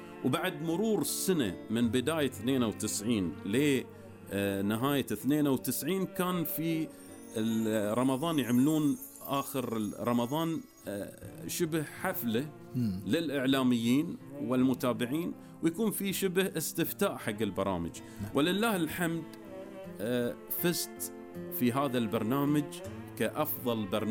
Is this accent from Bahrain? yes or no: yes; Bahrain; حبا من ابن البحرين لأهلنا في الكويت، أن احنا معاكم كبحرينيين، كخليجيين،